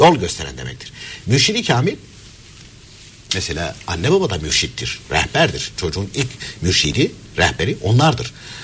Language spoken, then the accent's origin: Turkish; Konya, Turkey; Ben de Konyalıyım.